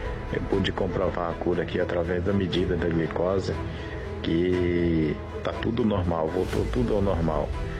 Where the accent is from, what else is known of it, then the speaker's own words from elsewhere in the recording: Periquito, Minas Gerais, Brazil; sou de Periquito, Minas Gerais.